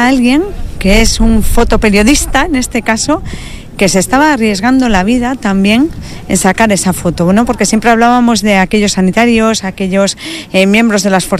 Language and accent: Spanish; Spain; hemos vivido cosas, como españoles y también como miembros del mundo